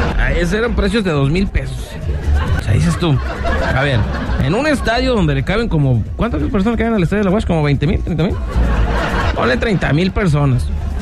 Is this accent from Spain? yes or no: no; Naica, Chihuahua, Mexico; En Naica. Yo soy de Naica, acuérdate. Yo soy del mero Naica, del mineral de Naica.